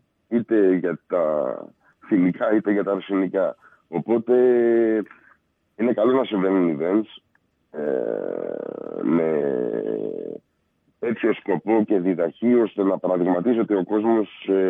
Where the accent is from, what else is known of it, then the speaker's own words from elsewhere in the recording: Piraeus, Attica, Greece; moved away as an adult; now in Patras, Greece; εγώ είμαι από Πειραιά, μεγάλωσα στην Πειραιά. Επαγγελματικές υποχρεώσεις με έφεραν στην Πάτρα.